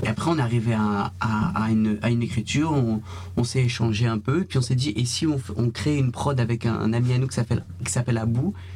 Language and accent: French; Paris, Île-de-France, France; moved away as an adult; now in Liège, Belgium; moi, je suis de Paris.